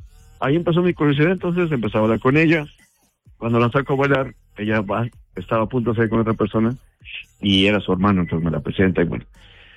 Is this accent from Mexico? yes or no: yes; Mexico; now in Omaha, United States; el acento también, pues, ella pensaba que yo soy de Brasil o de algún lado por allá. Nunca pensé que fuera mexicano.